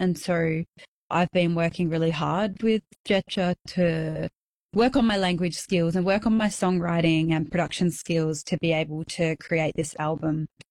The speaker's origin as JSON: {"language": "English", "town": "Bendigo", "region": "Victoria", "country": "Australia", "tie": "born or raised there", "lives_now": "Melbourne, Australia", "said": "which is my artist name and my regular name. And I am Yorta Yorta. I grew up on Jaraja in Bendigo and have been living in Nam for about 15 years."}